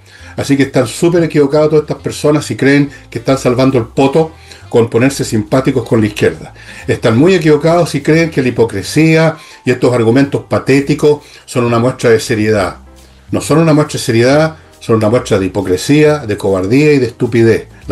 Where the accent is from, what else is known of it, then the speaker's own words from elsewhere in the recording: Chile; aquí somos serios, los chilenos somos serios, los políticos somos serios